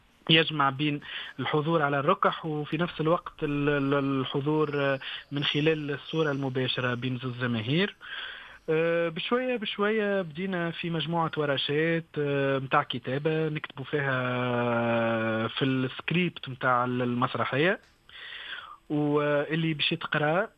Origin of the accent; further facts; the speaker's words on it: Tunisia; مكتوب بلهجتنا التونسية،